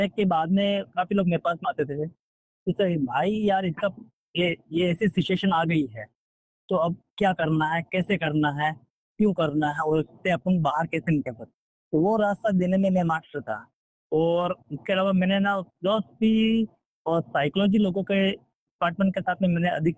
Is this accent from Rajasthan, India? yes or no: yes; Rajasthan, India; now in Mumbai, India; और मैं राजस्थान का रहने वाला हूँ। सर जी, मैं राजस्थान का रहने वाला हूँ